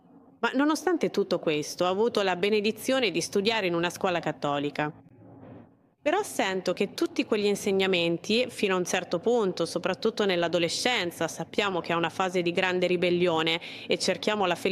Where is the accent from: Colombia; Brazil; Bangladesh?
Colombia; Italian is a second language; innanzitutto sono colombiana.